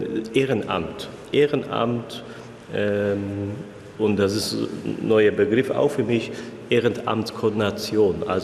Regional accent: Poland; German is a second language; das totale andere Welt, kann ich sagen, aus sich, aus meiner Heimat, hat sich auch viel geändert. Das ist fast wie vor der Wende, nach der Wende, wenn man das, den politischen Umbruch man bedenkt, das war so wie jetzt in Polen letzte Jahre.

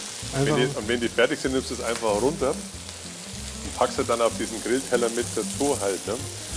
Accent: Bavaria, Germany; Also, ich komme aus Bayern

